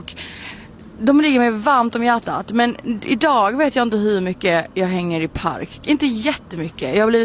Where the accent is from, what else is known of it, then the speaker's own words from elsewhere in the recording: Malmö, Skåne, Sweden; Jag är uppvuxen i Kelseberg och har hängt mycket i Bulltofta fältet där.